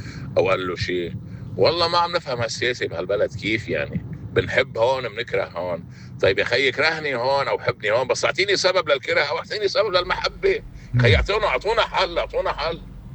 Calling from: Lebanon; أنا كلبناني ما عم بفهم يا خي، أنا لبناني

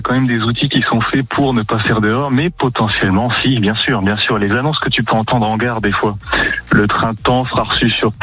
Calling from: Mulhouse, Grand Est, France; Je vous appelle de Mulhouse.

